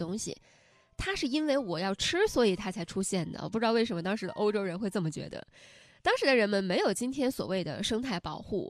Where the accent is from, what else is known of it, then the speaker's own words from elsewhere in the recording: China; 我们中国人